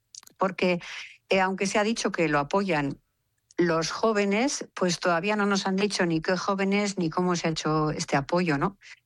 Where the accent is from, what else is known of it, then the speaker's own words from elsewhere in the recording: Getxo, Basque Country, Spain; yo soy de Getxo, ¿no?